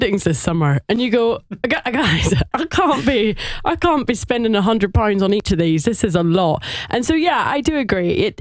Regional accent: Scotland, United Kingdom; See, I'm from Scotland. My wedding was in Scotland.

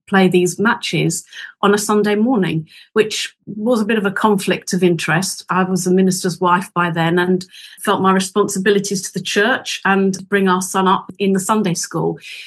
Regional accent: South East England, United Kingdom; Not too far away. I was born in Surrey and grew up in a lovely home.

